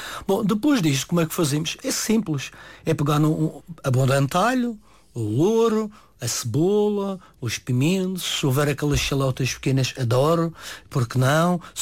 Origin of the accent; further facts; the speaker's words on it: Madeira, Portugal; como eu sou madeirense e gosto muito da segurelha